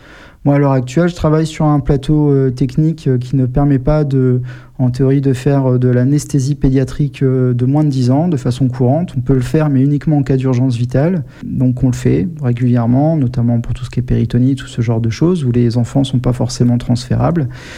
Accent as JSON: {"language": "French", "town": "Amiens", "region": "Hauts-de-France", "country": "France", "tie": "born or raised there", "said": "moi, je suis originaire d'Amiens."}